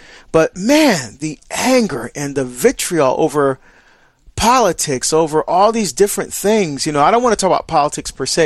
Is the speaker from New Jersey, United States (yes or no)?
yes; New Jersey, United States; see, I grew up in the Archdiocese of Newark, back in my home state of New Jersey.